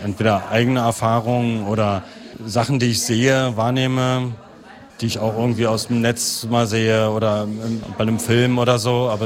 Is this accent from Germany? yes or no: yes; Berlin, Germany; moved away as an adult; now in Halle, Germany; also ich komme eigentlich aus Berlin und kam zum Studium eben nach Halle an die Burg und jetzt bin ich hier.